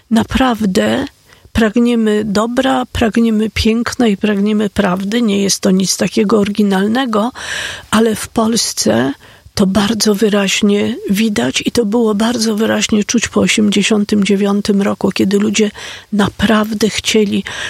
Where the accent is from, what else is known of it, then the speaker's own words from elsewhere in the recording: Warsaw, Masovian Voivodeship, Poland; ja się wychowałam w kamienicy na Grochowie, to w tej kamienicy była, w piwnicy była wspólna pralnia, a na górze był wspólny strych do rozwieszania prania.